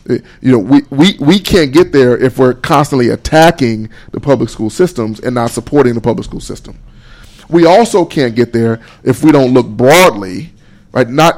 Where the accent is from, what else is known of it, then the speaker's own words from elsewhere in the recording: Pine Bluff, Arkansas, United States; Because I grew up in Pine Bluff. And I went to Watson Chapel Public School District all the way through.